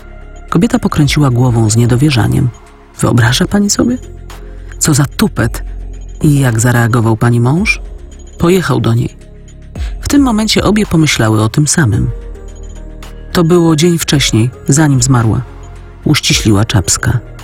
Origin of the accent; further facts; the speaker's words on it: Lublin, Lublin Voivodeship, Poland; A że ja pochodzę z Lublina, moi rodzice tu mieszkają, mam znajomych, dobrze się tu czuję